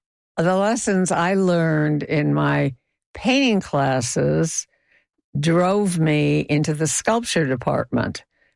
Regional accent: Chicago, Illinois, United States; I wanted to grow up and be a famous artist, and I grew up in Chicago.

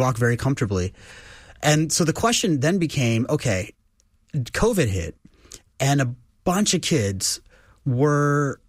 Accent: Houston, Texas, United States; Very first thing I'll say is I was born here in Houston. I'm a swamp baby. I was born at the hospital I work at, Memorial Hermann, wow. TMC. So it's my hometown

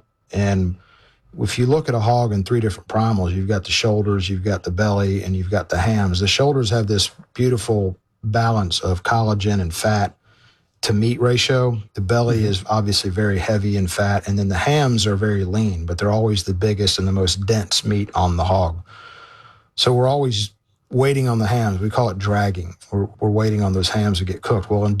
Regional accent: Memphis, Tennessee, United States; born there; Between Mississippi and Connecticut. I was born in Memphis. Our family farm, both my parents, both sides of my family are from Corinth, Mississippi.

